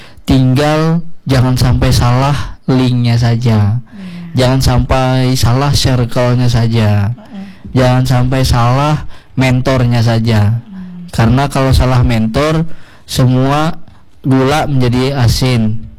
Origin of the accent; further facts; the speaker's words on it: Central Kalimantan, Indonesia; Diriset sebuah karya kita, orang Kalimantan Tengah.